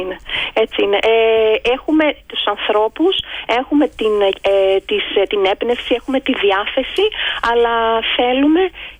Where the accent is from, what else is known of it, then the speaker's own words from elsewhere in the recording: Australia; επιλέγω να είμαι, να είμαι Έλληνας της Αυστραλίας σε κάποια πλαίσια, σε κάποιες περιστάσεις, ή επιλέγω να είμαι Αυστραλός σε κάποιες άλλες.